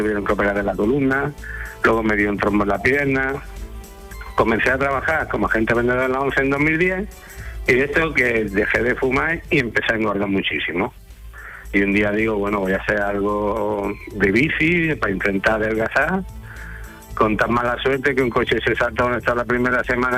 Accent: Granada, Andalusia, Spain; now in San Fernando, Spain; No, de Granada, pero Cañadilla de Adopción, como digo yo. Y vivo aquí en San Fernando.

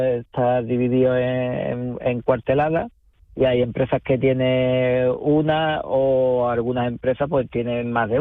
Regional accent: Palos de la Frontera, Andalusia, Spain; porque ahora, digamos, la campaña baja en mi pueblo, porque la gente, mucha gente se va a Mazagón a veranear. Entonces Palo se queda un poquito vacío

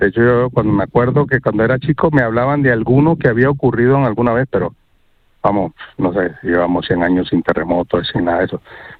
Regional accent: Caracas, Capital District, Venezuela; now in Málaga, Spain; Yo soy de Caracas, y allí, por ejemplo, en la zona donde yo vivía, en El Paraíso

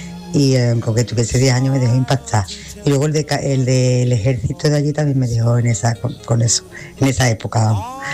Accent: Marchena, Andalusia, Spain; now in Seville, Spain; Yo soy de Marchena, aunque vivo en Sevilla, pero soy de Marchena.

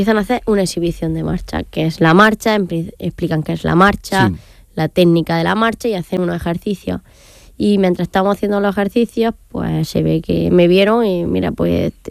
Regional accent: Galera, Andalusia, Spain; born there; allí en Galera, donde fuimos al colegio, al Cristo de la Inspiración

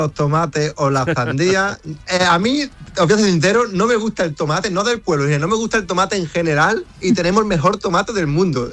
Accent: Los Palacios y Villafranca, Andalusia, Spain; born or raised there

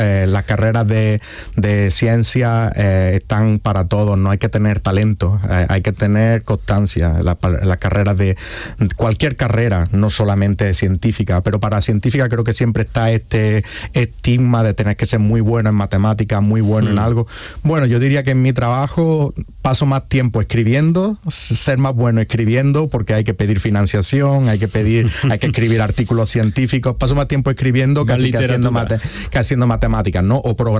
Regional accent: Priego de Córdoba, Andalusia, Spain; Yo soy de Priego de Córdoba, a una hora de aquí de Granada, y en mi pueblo se hizo un curso de astronomía, de iniciación a la astronomía para adul

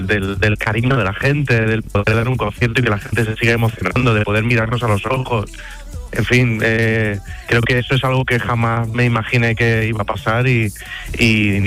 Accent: Spain; ahora por fin en mi casa, en mi tierra, en España

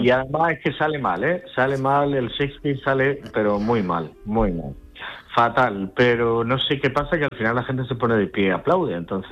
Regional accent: Linares, Andalusia, Spain; yo soy de Linares, y entonces como es Jaén, pues también pues me llevo cosas para mi pueblo

